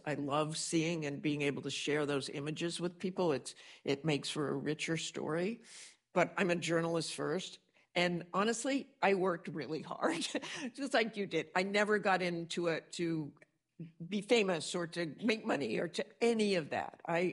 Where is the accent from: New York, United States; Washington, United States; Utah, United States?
Utah, United States; Salt Lake City; born or raised there